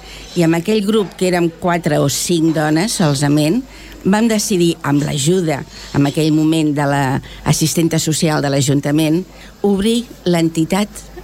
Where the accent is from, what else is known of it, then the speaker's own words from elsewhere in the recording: Collblanc, Catalonia, Spain; Vull dir, tant el meu marit com jo vam néixer a Collblanc. Els nostres pares haguessin volgut que seguíssim visquent a Collblanc